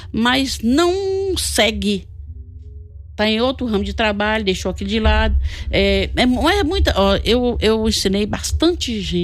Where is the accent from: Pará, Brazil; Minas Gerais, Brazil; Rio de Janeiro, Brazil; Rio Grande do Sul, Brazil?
Minas Gerais, Brazil; Jequitinhonha; Falei, sou de Jequitinhonha, você é do Vale? Eu falei, é do Vale, mas dentro do Vale tem uma cidade que chama Jequitinhonha, que é o coração do Vale. Eu sou de lá e essas coisas são tudo lá.